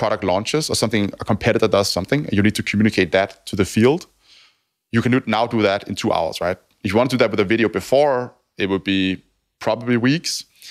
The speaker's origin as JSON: {"language": "English", "town": "Copenhagen", "region": "Capital Region of Denmark", "country": "Denmark", "tie": "born or raised there", "moved": "as an adult", "lives_now": "London, United Kingdom", "said": "So I grew up in Denmark, in Copenhagen."}